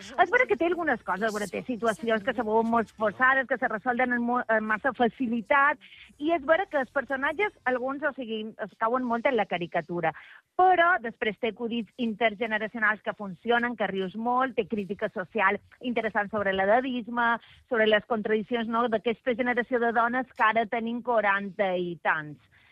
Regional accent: Porto Cristo, Balearic Islands, Spain; No estic a Deià. Estic a Porto Cristo, que són les festes del Carme

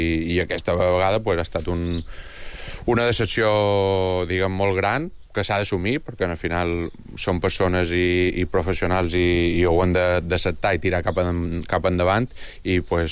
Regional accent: Balearic Islands, Spain; Com a mallorquí i mallorquinista

